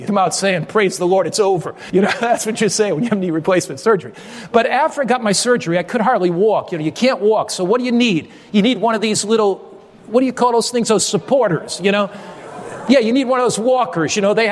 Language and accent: English; New York City, New York, United States; I grew up in New York City